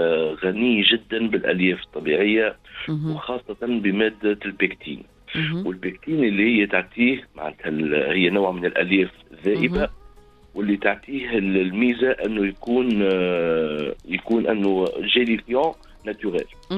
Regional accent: Tunisia; عندنا في تونس

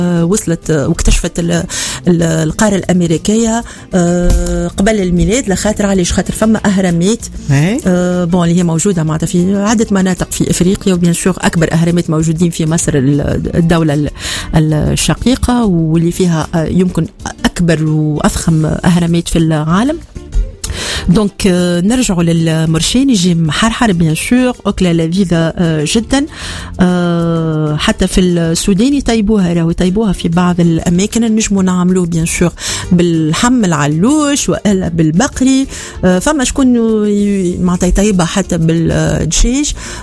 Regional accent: Tunisia; احنا بطبيعتنا في تونس

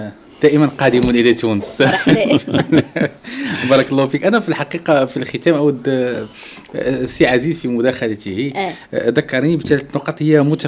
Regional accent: Morocco; وأنا طفل مغربي

